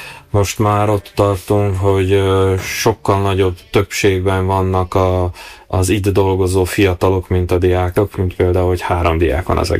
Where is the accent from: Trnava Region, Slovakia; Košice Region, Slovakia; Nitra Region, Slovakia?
Trnava Region, Slovakia; Galanta; moved away as an adult; now in Prague, Czech Republic; Galántán születtem, Galántán nevelkedtem.